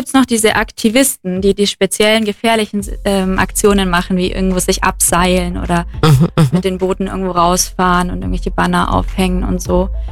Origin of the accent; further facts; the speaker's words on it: Bavaria, Germany; now in Kempten, Germany; Ich bin aus der Nähe von Marktoberdorf. Mhm. Und wohne jetzt in Kempten.